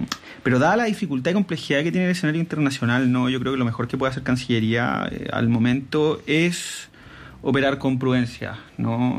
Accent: Chile

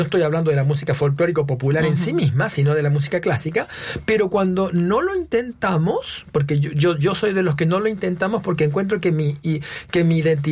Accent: Chile; moved away; con mi país, que tiene una música bastante rítmica, con Chile

